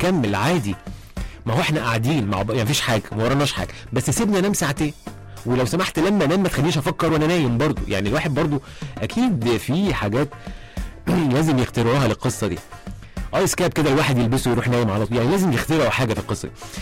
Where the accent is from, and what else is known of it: Egypt